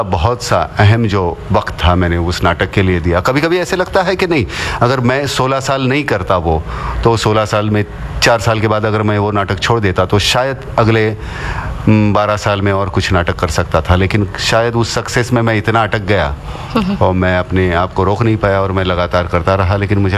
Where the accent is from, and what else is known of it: Murud-Janjira, Maharashtra, India; born or raised there